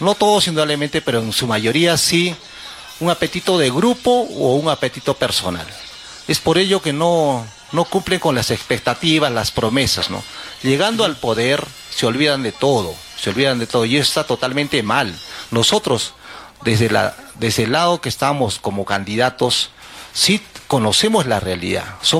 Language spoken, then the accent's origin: Spanish; Uchumayo, Arequipa, Peru; Provengo del Curral. Soy un candidato del Curral.